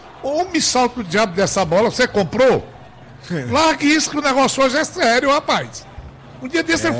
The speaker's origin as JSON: {"language": "Portuguese", "town": "Cedro", "country": "Brazil", "tie": "born there", "said": "Nasci no Cedro, lá da Conceição."}